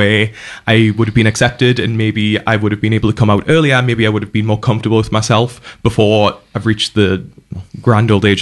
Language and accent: English; Newcastle, North East England, United Kingdom; now in New Zealand; Absolutely. but I was born in Newcastle, the other Newcastle, several thousand miles away.